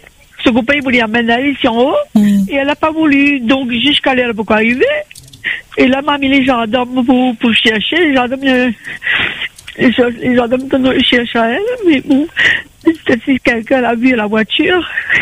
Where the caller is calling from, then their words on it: Salazie, Réunion; moi je suis à Salazie